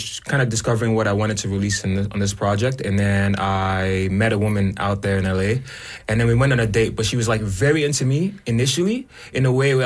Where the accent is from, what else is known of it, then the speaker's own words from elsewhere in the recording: Nigeria; now in Canada; because I'm Nigerian. Mm-hmm. But I've also been in Canada for about 17 years. So I'm like hybrid in a sense.